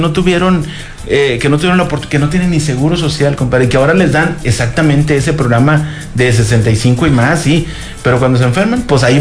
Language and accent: Spanish; Mexico